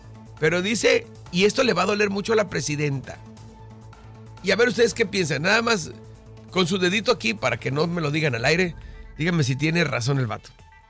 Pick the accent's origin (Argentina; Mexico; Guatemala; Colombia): Mexico; Las medidas que toman no son populares para nosotros porque somos de este lado de la frontera.